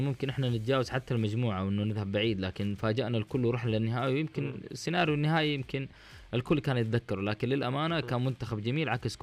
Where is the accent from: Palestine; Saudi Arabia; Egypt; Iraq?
Saudi Arabia; صعب علينا احنا كمنتخب سعودي.